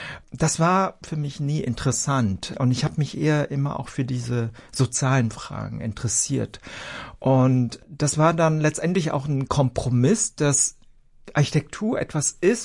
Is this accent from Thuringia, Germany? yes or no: no; Bonn, North Rhine-Westphalia, Germany; born there; also born or lived in Aachen; Ich bin in Bonn zur Schule gegangen.